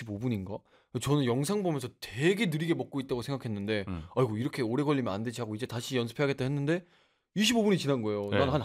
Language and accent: Korean; Australia; first language English; Korean is a second language; English is my first language, guys. I'm Australian.